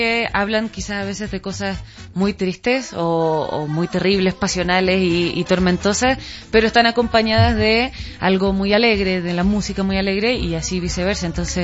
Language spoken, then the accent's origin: Spanish; Punta Arenas, Magallanes, Chile; Yo soy de Punta Arenas, que es la Patagonia chilena, que es como lo último que hay en Chile